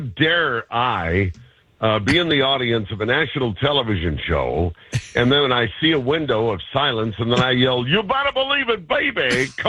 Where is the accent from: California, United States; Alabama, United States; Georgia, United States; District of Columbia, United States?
California, United States; San Diego; I'm from San Diego. San Diego is my hometown.